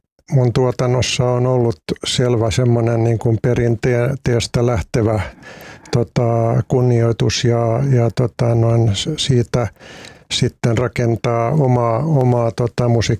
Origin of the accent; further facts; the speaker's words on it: Salo, Southwest Finland, Finland; Finnish is a second language; also born or lived in Helsinki / Turku; minut adoptoitiin vuoden vanhana ja siirryn sitten Helsingistä asumaan tuonne nykyistä Saloa edustava. Se oli silloin vielä Halikkoa Salosta vähän Turkuun päin olevaan maatilaan asumaan ja sitten kävin vähän aikaa ruotsinkielistä kansakoulua Turussa, kun en osannut suomea paljonkaan